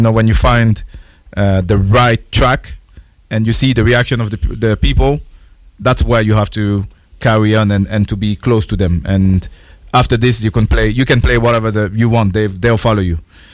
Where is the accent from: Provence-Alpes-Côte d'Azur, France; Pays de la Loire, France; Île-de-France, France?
Provence-Alpes-Côte d'Azur, France; Marseille; moved away; I'm from Marseille